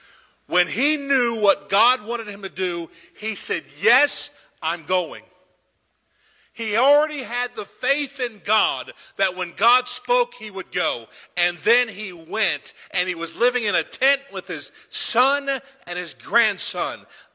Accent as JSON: {"language": "English", "country": "United States", "said": "I'm an American. I live in America."}